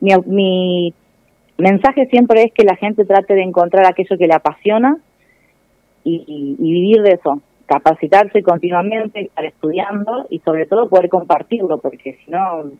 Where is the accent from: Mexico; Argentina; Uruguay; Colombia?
Argentina; Santa Fe; now in Mendoza, Argentina; Sí, en Mendoza. Somos, por ejemplo, soy la única santafesina, la única argentina